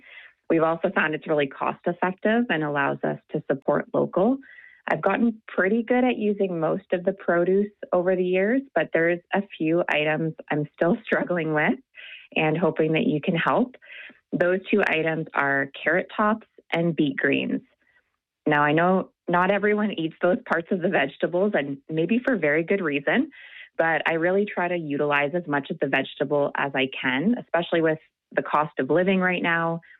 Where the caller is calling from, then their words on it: Kitchener, Ontario, Canada; I'm from Kitchener, Ontario, Canada.